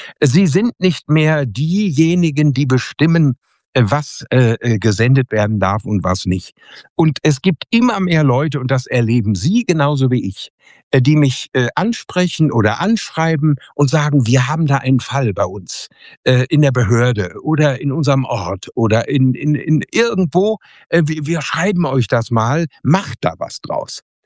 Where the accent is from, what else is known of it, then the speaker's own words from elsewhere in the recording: Bünde, North Rhine-Westphalia, Germany; freue ich mich, dass ich übermorgen am Donnerstag in Bünde in Westfalen, in meiner Heimat, viele unserer Zuschauer hoffentlich treffen werde.